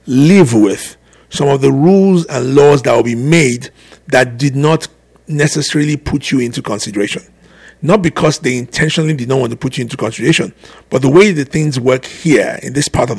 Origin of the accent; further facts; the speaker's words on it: Nigeria; moved away; we come all the way from Nigeria, from Africa